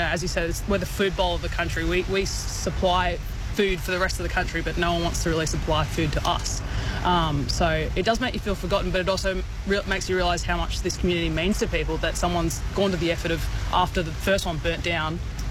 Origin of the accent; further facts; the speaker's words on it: Sydney, New South Wales, Australia; Yeah, I grew up in Sydney, so it's a massive change from where I really grew up.